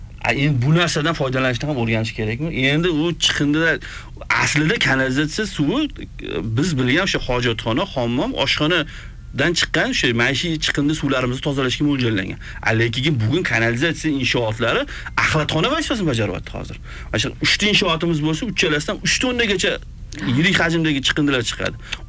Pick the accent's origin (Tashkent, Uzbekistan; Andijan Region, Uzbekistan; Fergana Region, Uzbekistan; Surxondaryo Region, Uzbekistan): Tashkent, Uzbekistan; Albatta, mana shu Sergelida, Xonobod, mana shu shahar chekkasida Xonobodda tug'ilganman, o'sha tug'ilib o'sganman.